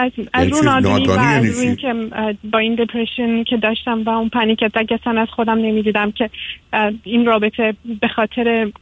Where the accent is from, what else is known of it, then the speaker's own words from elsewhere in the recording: Iran; moved away; نه من ایرانی هستم ولی خب خیلی سال از ایران دورم، بخاطر همین کمی لحظه‌ام به همه خب کشور بمونه.